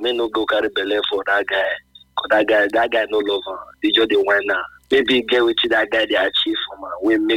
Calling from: Anegbete, Edo, Nigeria; English is a second language; I'm calling you from Anegbete.

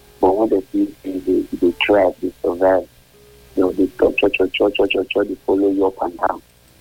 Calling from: Nigeria; So, we all are Nigerians.

